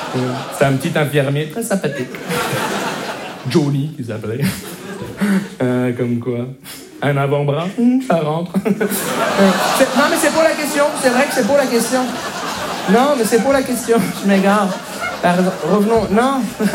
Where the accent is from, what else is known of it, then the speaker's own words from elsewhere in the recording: Montreal, Quebec, Canada; Bonjour, je me présente … je viens de Montréal.